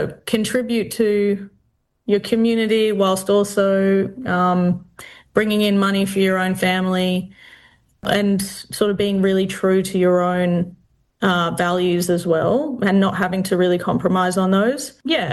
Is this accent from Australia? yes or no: yes; Western Australia, Australia; a Jaru woman from the Kimberley area of WA, with family connections to Balgo, Horse Creek, Windham. I grew up in the Kimberley in lots of little towns and remote communities that really shaped how I saw the world.